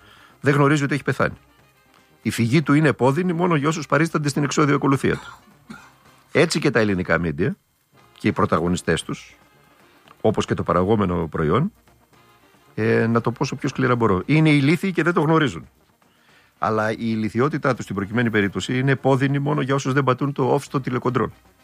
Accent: Thessaloniki, Central Macedonia, Greece; γιατί όπως ξέρεις είμαι Θεσσαλονικιός. Με τη Σαλούγκα έχω ιδιαίτερες σχέσεις.

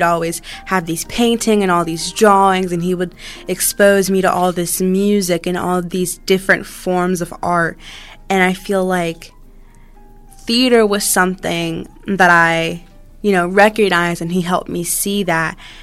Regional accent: Virginia, United States; I was born and raised in Virginia

